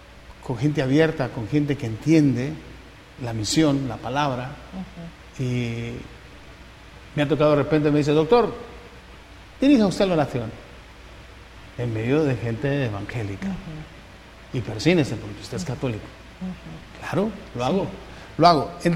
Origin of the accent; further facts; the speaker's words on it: Honduras; Siendo yo hondureño.